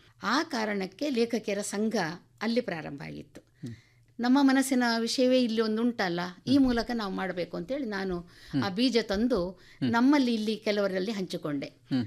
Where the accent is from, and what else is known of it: Dakshina Kannada district, Karnataka, India